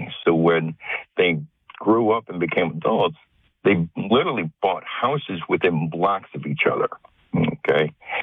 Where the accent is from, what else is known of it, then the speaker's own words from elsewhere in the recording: Chicago, Illinois, United States; moved away as an adult; now in New Orleans, United States; Anyway, I was born and raised in Chicago, and I met my wife after 9/11 playing backgammon online, and she was from New Orleans. So in December of 2004, I moved down to New Orleans